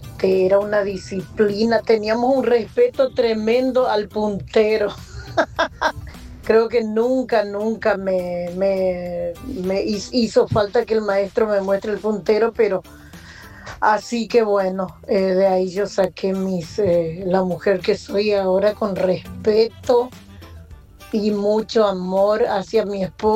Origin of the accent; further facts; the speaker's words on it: Argentina; born there; soy de Benavides y yo me crié en un pueblito yerbatero